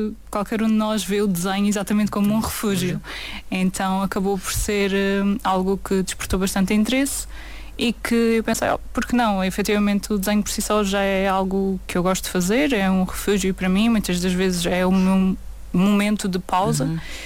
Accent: Madeira, Portugal; also born or lived in Lisbon / Barcelos; Sou madeirense. Sim, só o período da faculdade é que andei ali por Lisboa e Barcelos.

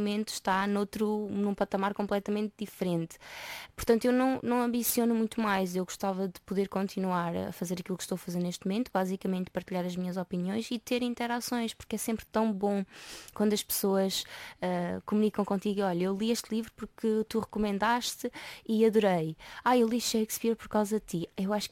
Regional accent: Arganil, Centro, Portugal; eu sou de Arganil

